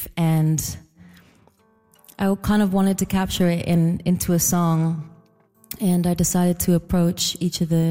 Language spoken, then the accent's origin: English; Canning, Nova Scotia, Canada; As a kid, I remember growing up in Canning, and just it was such a wonderful place to grow up.